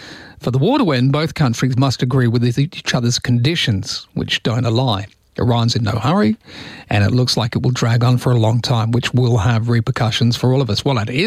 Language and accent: English; Perth, Western Australia, Australia; moved away; also born or lived in Maylands; this house that I grew up in Inglewood in 9th Avenue, top of the hill